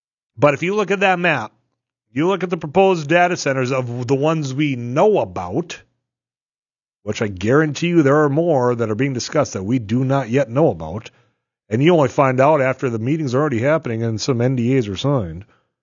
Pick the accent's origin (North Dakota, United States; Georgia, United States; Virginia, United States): North Dakota, United States; Leeds; the townships met in Leeds, my hometown, to discuss a variety of things